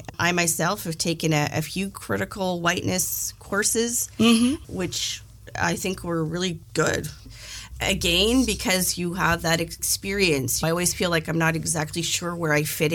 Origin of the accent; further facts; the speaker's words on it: Canada; I have a life of privilege as a Canadian and living in a white body.